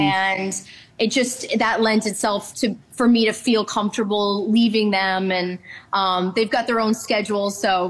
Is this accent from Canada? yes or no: yes; Canada; I think when you read them, especially as a Canadian, you feel this connection to the books in a special way.